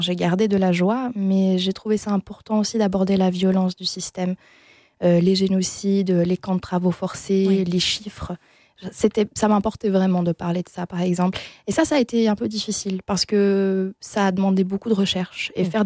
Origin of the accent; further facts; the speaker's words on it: Belgium; born there; Sachant que j'avais un passeport belge, parce que je suis née en Belgique.